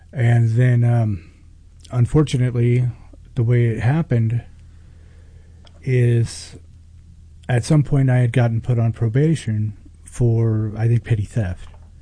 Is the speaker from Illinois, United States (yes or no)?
no; California, United States; born there; also born or lived in Humboldt County, California; eventually we moved from Southern California when I was around 11 up to northern Humboldt County.